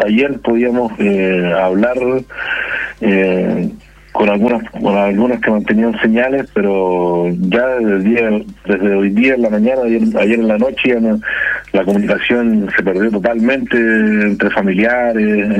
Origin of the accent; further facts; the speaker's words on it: Andacollo, Coquimbo, Chile; en comuna donde yo nací, que es Andacoyo